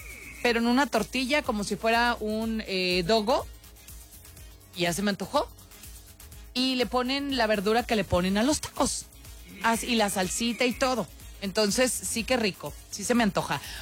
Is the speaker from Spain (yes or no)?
no; Mexico; cosas que hacemos los mexicanos o decimos los mexicanos